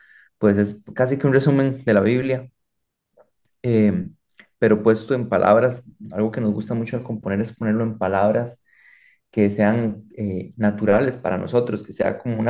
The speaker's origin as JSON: {"language": "Spanish", "country": "Costa Rica", "said": "no es lo mismo yo como costarricense, hay palabras que en Costa Rica se entienden, pero sé que si llegan a España tienen otro significado"}